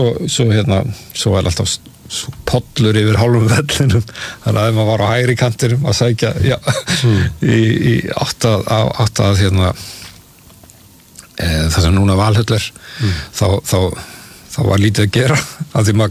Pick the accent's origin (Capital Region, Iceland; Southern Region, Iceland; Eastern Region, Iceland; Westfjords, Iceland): Capital Region, Iceland; Reykjavík; síðan elst ég þannig upp á Njálskutu 87 sem eru hotnir á Snorrabrautan Njálskutu